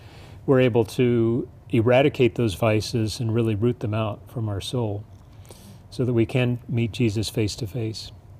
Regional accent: Washington, District of Columbia, United States; I was born in Washington, D.C., spent many years living in Washington, D.C., so I'm a D.C. native.

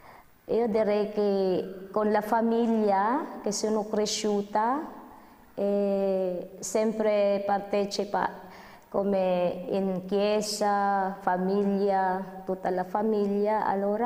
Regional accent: Philippines; Italian is a second language; moved away as an adult; now in Italy; Sono una filippina e appartengo delle sue povere figlie di Maria Santissima Incoronata

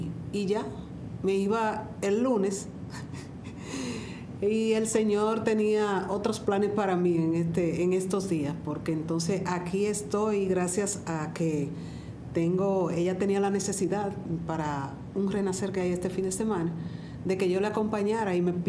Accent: San Francisco de Macorís, Duarte, Dominican Republic; also born or lived in Santo Domingo, Dominican Republic; yo nací en San Francisco de Macorís, un pueblo de allá de República Dominicana, a 2 horas y media de la capital. Ya cuando voy a estudiar para la universidad, entonces me voy a vivir a la capital, donde tengo más de 20 años viviendo allá.

